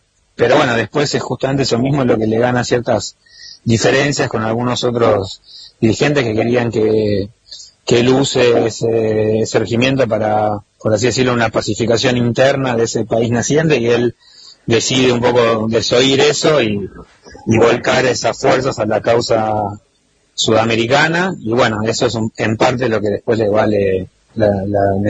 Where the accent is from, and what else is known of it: Argentina